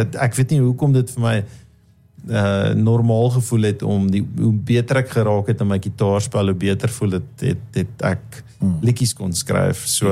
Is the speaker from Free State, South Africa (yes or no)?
yes; Hennenman, Free State, South Africa; moved away as an adult; also born or lived in Johannesburg; now in Bloemfontein, South Africa; Oorspronkelijk van een klein dorpie in die Vrystaat, Henneman.